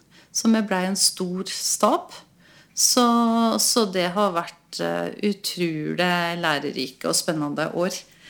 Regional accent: Ål, Buskerud, Norway; Jeg har vokst opp i Liagarden, på en gard der. Så der bodde jeg da til jeg var 19 år.

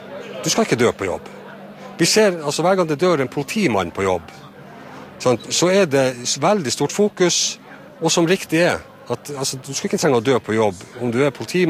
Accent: Kjøllefjord, Finnmark, Norway; jeg er jo født og oppvokst i Kjøllefjord, i et fiskevær, og på godt og ondt sett hva fiskeriene betyr. Jeg har selv en far som var fisker, og jeg har sønner som nå er fiskere

